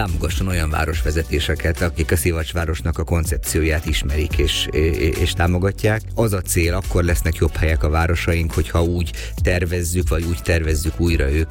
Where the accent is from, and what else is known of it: Szeged, Csongrád-Csanád, Hungary